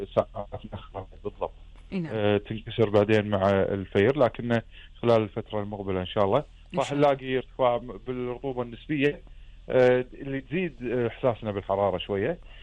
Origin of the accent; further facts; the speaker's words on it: Kuwait; عندنا بالكويت